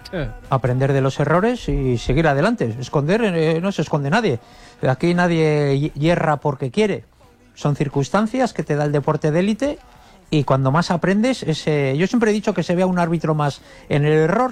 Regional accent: Leganés, Community of Madrid, Spain; Yo como soy de Leganés

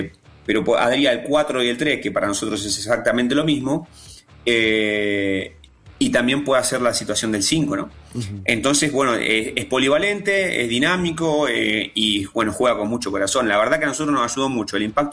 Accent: Argentina; now in Colombia; Yo soy argentino. Uh-huh. Yo soy argentino.

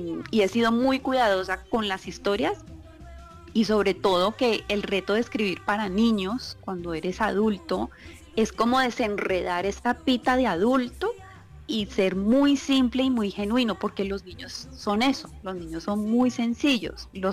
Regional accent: Cali, Valle del Cauca, Colombia; somos muy caleñas

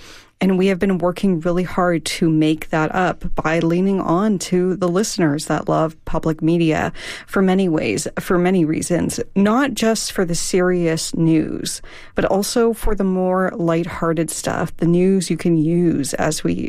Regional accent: Connecticut, United States; I want to stay in my home state, Connecticut, and I want to explore this amazing state.

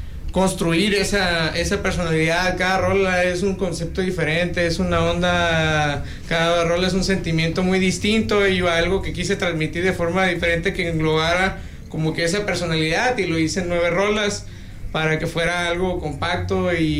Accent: Puerto Vallarta, Jalisco, Mexico; yo nací aquí en Vallarta. Yo soy aquí, tengo 26 años.

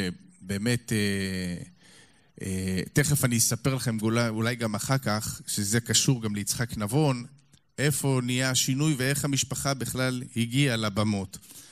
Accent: Tel Aviv, Tel Aviv District, Israel; born there; אני נולדתי בתל אביב כבר, אני לא ירושלמי, אני תל אביבי.

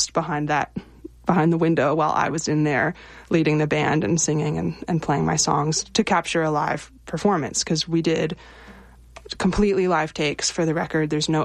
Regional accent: Lancaster, Pennsylvania, United States; they started in Lancaster, Pennsylvania, which is my hometown.

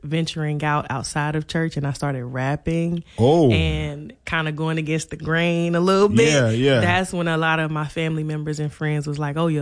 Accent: Hopkins, South Carolina, United States; I am from Hopkins, South Carolina, a little small town.

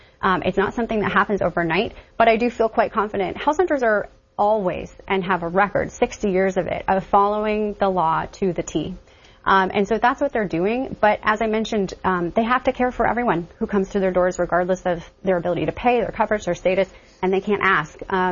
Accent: Maine, United States; my home state

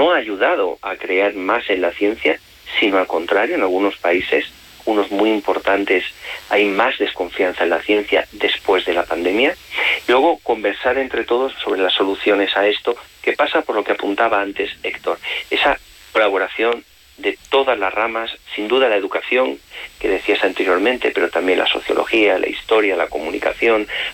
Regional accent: Villamediana de Iregua, La Rioja, Spain; que me llaméis de La Rioja, que me siento muy orgulloso de llevar siempre el nombre de La Rioja, de mi pueblo, de Villamediana, allí donde voy.

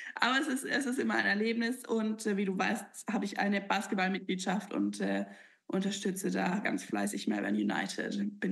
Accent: Germany; Als Deutsche sind wir natürlich sehr privilegiert, dass wir sagen können, okay, what's the worst thing that can happen, dass wir es nicht kriegen und dann gehen wir wieder zurück nach Deutschland

